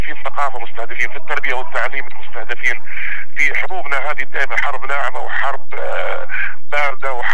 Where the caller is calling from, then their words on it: Yemen; عندنا في الجنوب